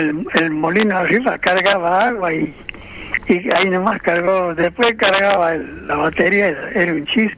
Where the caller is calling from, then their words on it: Morón, Buenos Aires Province, Argentina; Yo de Morón